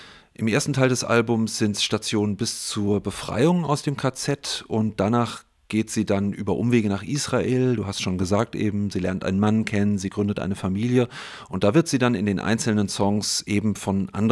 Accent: Germany; der man sich als Deutscher ja immer mal wieder stellt.

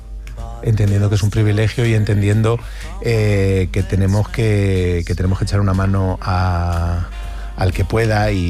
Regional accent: Getafe, Community of Madrid, Spain; Yo vengo de Getafe.

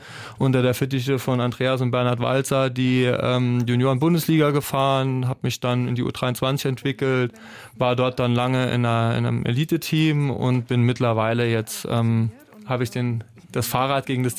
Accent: Schwarzenbach, Saarland, Germany; wenn ich nur an meine Heimat Schwarzenbach denke

